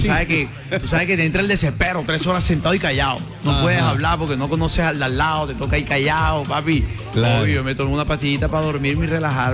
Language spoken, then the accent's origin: Spanish; Barranquilla, Atlántico, Colombia; muy contento de estar en mi Barranquilla, mi ciudad, mi casa.